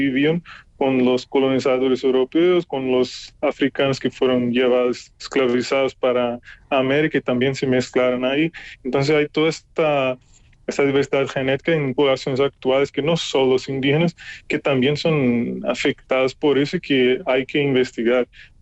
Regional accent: Brazil; Spanish is a second language; como yo también, que soy de Brasil

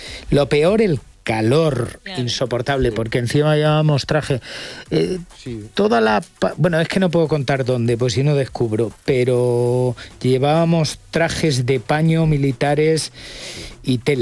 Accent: Castilla-La Mancha, Spain; Claro, es mi tierra.

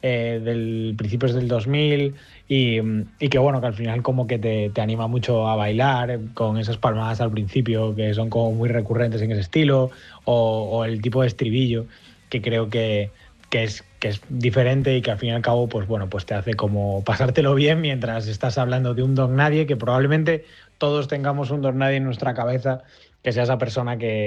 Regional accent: A Coruña, Galicia, Spain; now in Madrid, Spain; Tanto Kik como yo somos de Coruña y coincide que Micho, la bajista de … son de allí.

